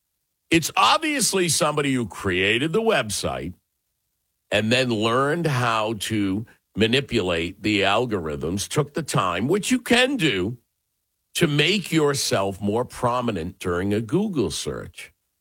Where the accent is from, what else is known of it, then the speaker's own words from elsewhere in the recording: Massachusetts, United States; We're from Massachusetts.